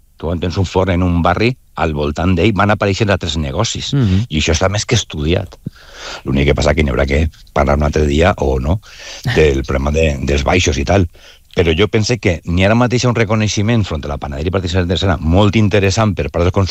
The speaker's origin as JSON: {"language": "Catalan", "town": "Valencia", "region": "Valencian Community", "country": "Spain"}